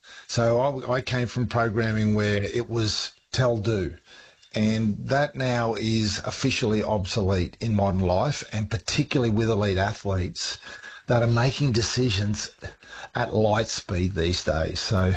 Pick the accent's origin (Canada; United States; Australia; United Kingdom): Australia; Queensland; I'm a Queenslander.